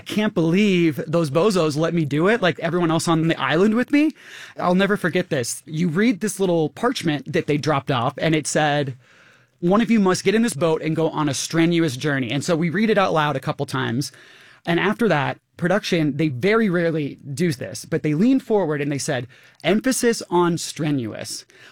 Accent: Colorado, United States; even though I'm from Colorado

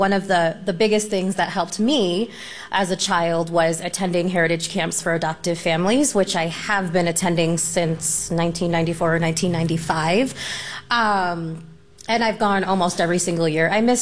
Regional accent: Denver, Colorado, United States; I grew up in Denver, and I went to schools where I was the only person of color

